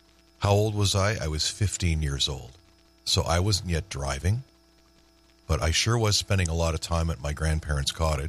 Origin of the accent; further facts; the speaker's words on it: Toronto, Ontario, Canada; my friend Bruce McTavish, who collected records with me for many years as we were growing up in Toronto.